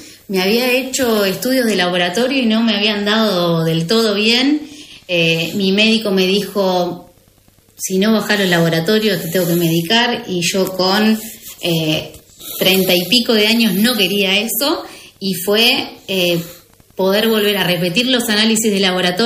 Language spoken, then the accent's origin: Spanish; Treinta de Agosto, Buenos Aires, Argentina; moved away; Nacida y criada en 30 de agosto, un pueblo de casi 6.000 habitantes, en el cual tengo amigos y parte de mi familia.